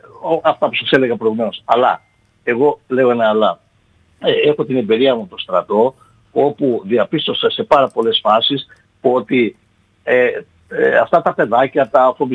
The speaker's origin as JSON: {"language": "Greek", "region": "Epirus", "country": "Greece", "said": "Στην πατρίδα μου την Ήπειρο."}